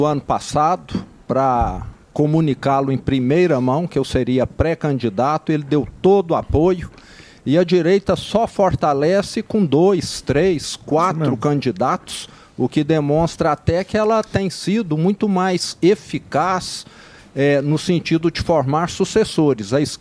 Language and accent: Portuguese; Minas Gerais, Brazil; Então, eu estou no caminho certo, muito tranquilo, sereno, como um bom mineiro do interior.